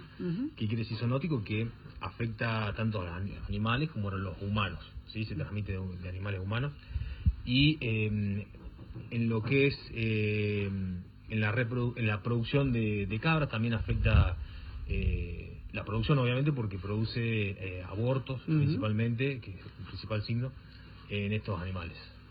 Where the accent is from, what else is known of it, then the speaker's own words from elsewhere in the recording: Río Cuarto, Córdoba, Argentina; soy de Río Cuarto, provincia de Córdoba.